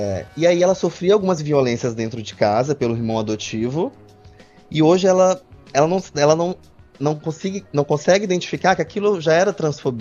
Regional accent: Ipatinga, Minas Gerais, Brazil; eu sou do interior de Minas também, numa cidade chamada Ipatinga.

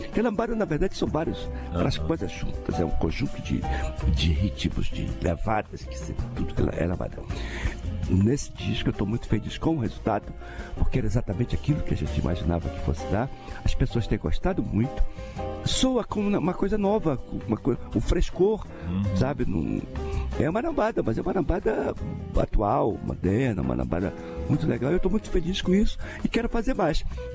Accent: Amapá, Brazil; now in Brasília, Brazil; Que tem uma raiz de amapaense, onde eu me criei e tal.

